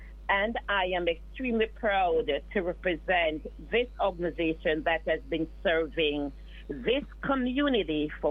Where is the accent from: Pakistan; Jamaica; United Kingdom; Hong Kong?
Jamaica; now in St. Lucie County, United States; I grew up in Jamaica, seeing people around serving others.